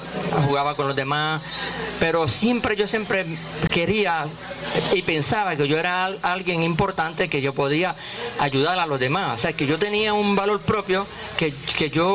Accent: Puerto Rico; Yo soy natural de Minilla, de las parcelas de Minilla

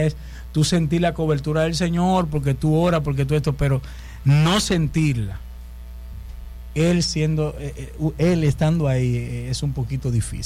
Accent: Dominican Republic; moved away; donde yo vengo, a donde yo me crié, yo soy batellero.

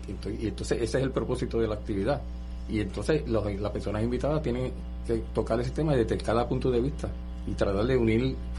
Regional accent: Puerto Rico; somos puertorriqueños

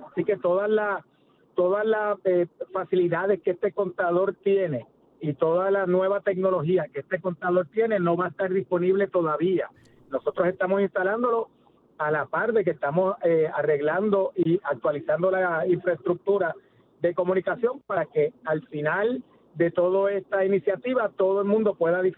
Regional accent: Puerto Rico; los 4,000 empleados que pertenecemos a Luma, que somos puertorriqueños y puertorriqueñas

